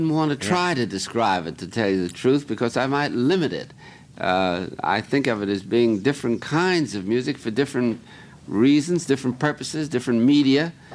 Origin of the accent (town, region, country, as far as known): United States